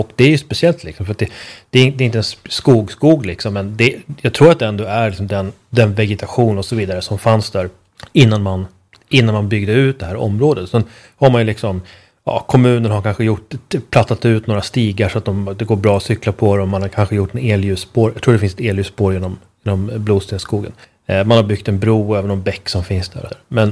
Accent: Uppsala, Uppsala County, Sweden; min hemstad Uppsala, utan från min hemstadsdel Eriksberg i Uppsalas sydvästra utkanter. Där är jag född och uppvuxen

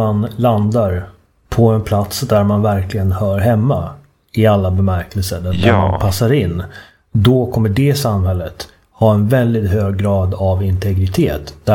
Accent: Sweden; Det är också intressant som svensk att kontemplera ett sånt där exempel.

